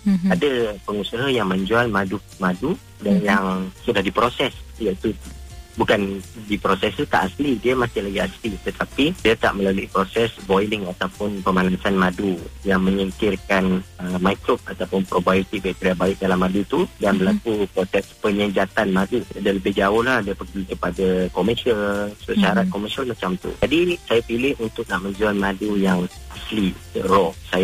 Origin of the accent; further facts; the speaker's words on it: Kampung Sedim, Kedah, Malaysia; dekat Kedah, dekat kampung halaman saya, iaitu di Kampung Sedim, Pulim Kedah